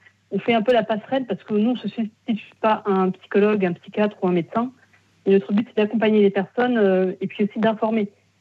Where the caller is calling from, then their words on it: Pays de la Loire, France; Alors moi, je vous appelle de la Mayenne, la Mayenne, la Sarthe et le Maine-et-Loire, un peu. Je suis un peu entre les trois départements.